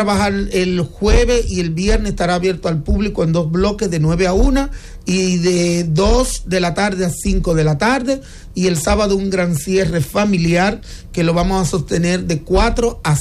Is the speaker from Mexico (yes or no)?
no; Villa Mella, Santo Domingo, Dominican Republic; yo soy protestante, pero yo respeto lo que es la cultura dominicana. Es decir, toda esa fiesta cultural es de Villamella, que es mi municipio.